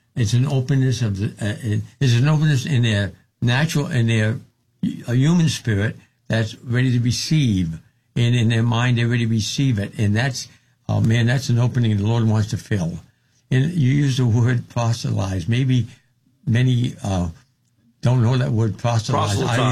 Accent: New Hampshire, United States; Well, I'm from New Hampshire.

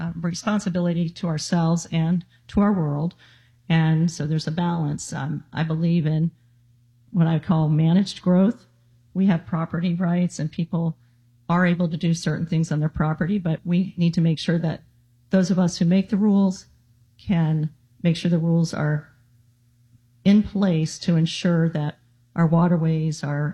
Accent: Miami, Florida, United States; moved away as an adult; also born or lived in Jacksonville, Florida / Nashville, Tennessee / West Palm Beach, Florida / California; now in Stuart, United States; I was born in Jacksonville, Florida. I was raised in Miami.

